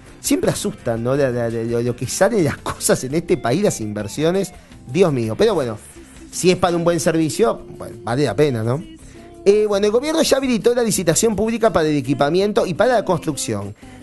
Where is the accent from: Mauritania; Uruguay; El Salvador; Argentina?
Uruguay